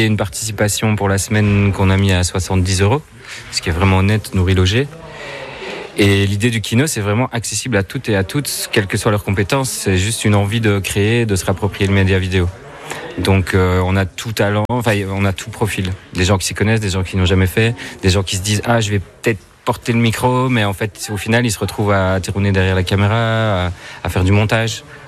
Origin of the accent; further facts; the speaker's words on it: Belgium; moved away as an adult; now in Creuse, France; je suis belge